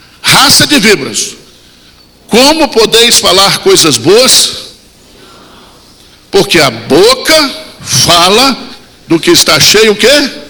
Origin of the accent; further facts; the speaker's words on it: Bahia, Brazil; nós somos baianos